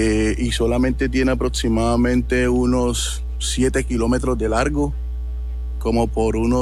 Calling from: Mompox, Bolívar, Colombia; estoy ubicado exactamente en un pueblito llamado Mompox, en el departamento de Bolívar.

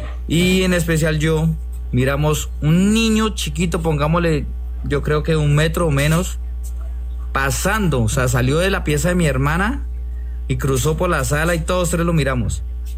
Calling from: Pitalito, Huila, Colombia; de por acá, Pitalito Huila.

